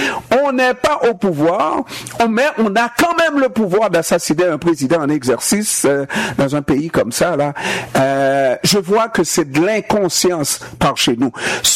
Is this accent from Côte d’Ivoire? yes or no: no; Haiti; Nous sommes tous des Haïtiens, messieurs.